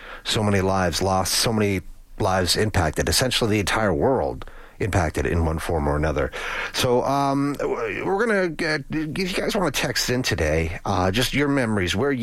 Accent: Lloydminster, Alberta, Canada; 24 Canadians died that day, including some Albertans, most famously, I remember, in my hometown where I graduated high school, with Lloydminster.

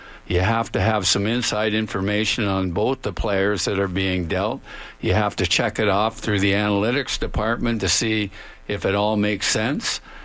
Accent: London, Ontario, Canada; I'm from London

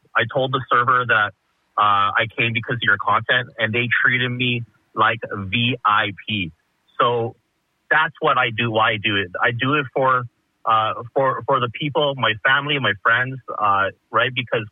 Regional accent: Winnipeg, Manitoba, Canada; it just comes from just growing up in Winnipeg. I'm born and raised in Winnipeg. I'm an 80s kid. I'm a 90s teenager.

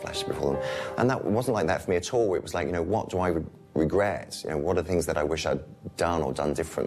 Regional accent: England, United Kingdom; And, you know, we're very English and reserved.

